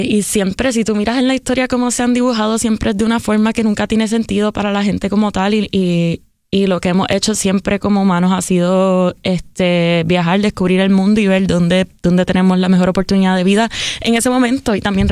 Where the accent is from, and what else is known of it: Puerto Rico